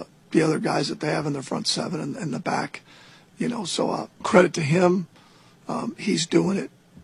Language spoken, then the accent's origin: English; Midwest, United States; I grew up in the Midwest, you know, with the Packers and the Bears and the Vikings and the Lions.